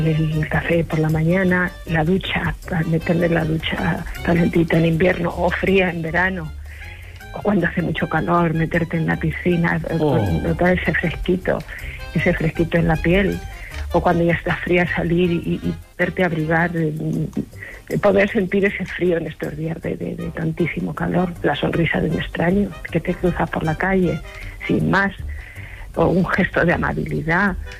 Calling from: Ciudad Real, Castilla-La Mancha, Spain; de Ciudad Real.

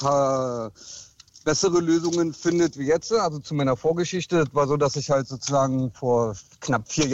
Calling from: Berlin, Germany; ich bin Berliner, also mein Vater kommt aus dem Irak

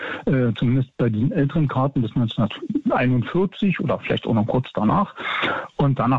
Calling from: Berlin, Germany; Neukölln in Rudow.

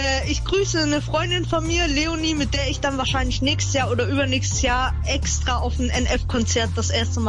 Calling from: Heidenheim, Baden-Württemberg, Germany; In Heidenheim, einem kleinen Kaff in Baden-Württemberg.

